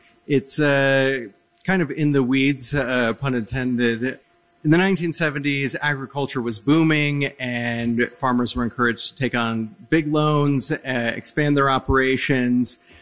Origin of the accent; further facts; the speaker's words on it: Iowa, United States; But in my hometown, it's a museum for The Music Man.